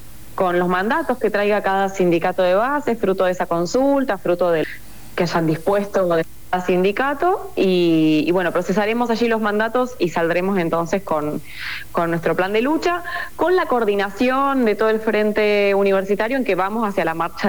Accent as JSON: {"language": "Spanish", "country": "Argentina"}